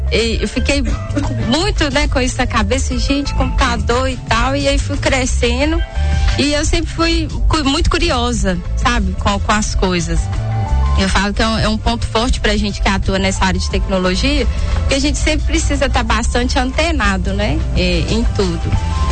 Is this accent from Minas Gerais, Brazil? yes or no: yes; Belo Horizonte, Minas Gerais, Brazil; now in Ipatinga, Brazil; Sou natural de Belo Horizonte.